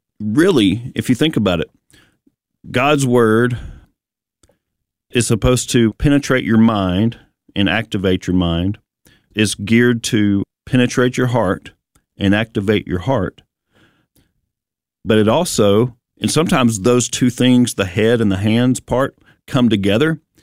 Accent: Bible Belt, United States; If you're like me growing up in the Bible Belt here in the U.S.

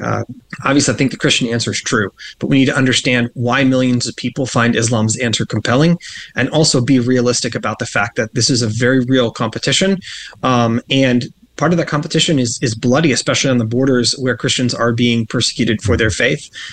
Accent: United States; I am fundamentally defined by the fact that I'm an American as a human being.

